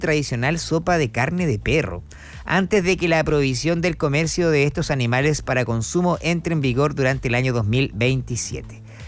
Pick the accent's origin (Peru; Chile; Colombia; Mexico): Chile; nosotros como chilenos